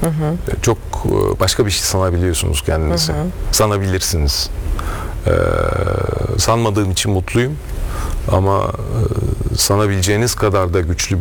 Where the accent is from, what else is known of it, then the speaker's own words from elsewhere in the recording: Aegean Region, Turkey; also born or lived in Milas, Turkey / İzmir, Turkey; now in Bodrum, Turkey; Ege'li gibi hissediyorum kendimi gerçekten. Çünkü ortaokulu ve üniversiteyi İzmir'de okudum. Milas'ta doğdum. Artık Bodrum'da yaşıyoruz. Ama hep Ege oldu hayatımda.